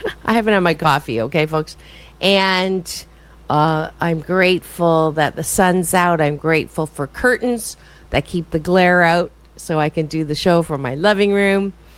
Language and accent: English; Canada; moved away; I'm originally from Canada, like Courtney Ann